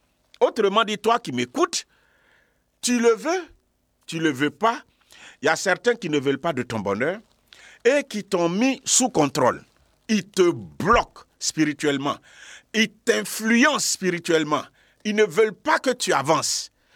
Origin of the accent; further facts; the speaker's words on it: Bondoukou, Zanzan, Côte d’Ivoire; je me suis retrouvé à un carrefour chez moi à Bondoukou.